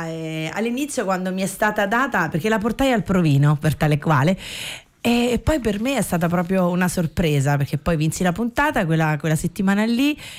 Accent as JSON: {"language": "Italian", "town": "Rome", "region": "Lazio", "country": "Italy", "said": "no, sono di Roma, però mi adatto facilmente."}